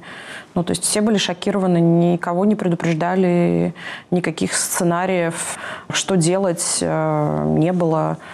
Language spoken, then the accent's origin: Russian; Ukraine; в моем свидетельстве о рождении написано, что я украинка, угу. потому что мы, как бы, мы вообще из советской семьи